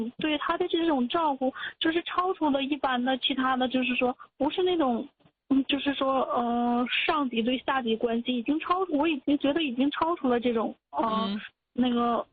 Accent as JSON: {"language": "Chinese", "town": "Changchun", "region": "Jilin", "country": "China", "moved": "yes", "lives_now": "Hangzhou, China", "said": "我家是东北的，我是吉林长春人。啊，我今年26岁。"}